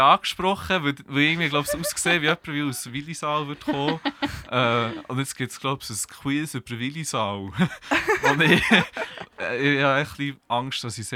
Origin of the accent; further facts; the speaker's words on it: Bern, Switzerland; deswegen komme ich sogar extra aus Bern daher.